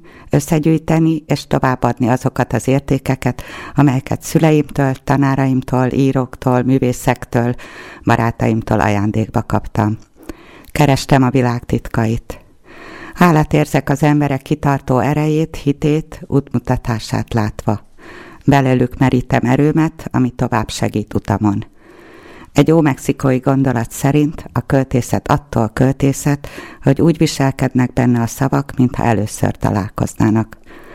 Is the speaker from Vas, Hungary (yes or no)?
no; Csongrád-Csanád, Hungary; Szülőföldem Szeged környéke visszahúz, de a Bükk csodálatos tájét sem hagynám el soha.